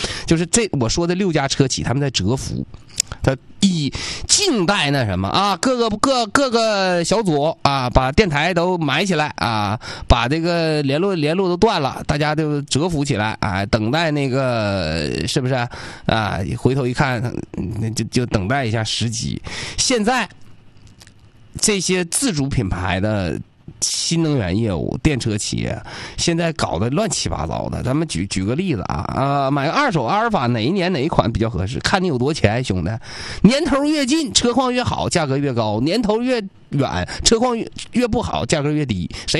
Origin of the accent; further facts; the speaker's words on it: Changchun, Jilin, China; 我们长春算是一个三线省会城市